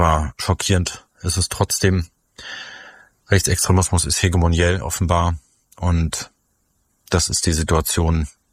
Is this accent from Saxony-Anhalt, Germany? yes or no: yes; Halberstadt, Saxony-Anhalt, Germany; moved away as an adult; Ich bin ja auch in Halberstadt aufgewachsen, nach dem Abitur weggegangen, auch wegen rechter Gewalt, die Mitte der 2000er in Halberstadt extrem schlimm war.